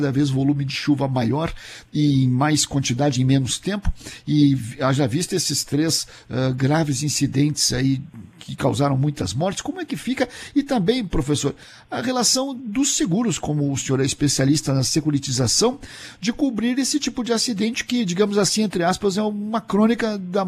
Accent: Porto Alegre, Rio Grande do Sul, Brazil; now in São Paulo, Brazil; Eu sou natural também de Porto Alegre

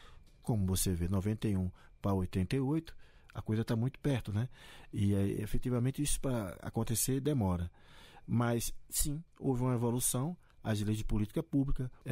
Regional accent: Recife, Pernambuco, Brazil; moved away as an adult; na minha infância, na minha adolescência, na minha juventude em Recife

